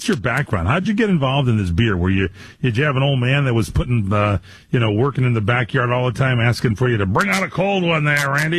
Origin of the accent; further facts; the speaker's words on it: California, United States; I grew up in California, but my parents were from Illinois and the Chicago area and Fox River Grove.